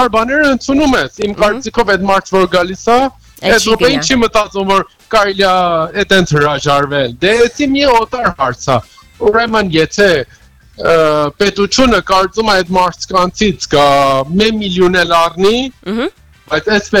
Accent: Iran; now in Yerevan, Armenia; Ես Երևանում եմ եւ Իրանից եմ եկել։

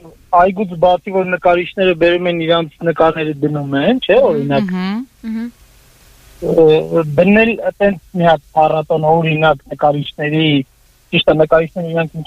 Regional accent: Nagorno-Karabakh, Azerbaijan; ես Արցախից եմ

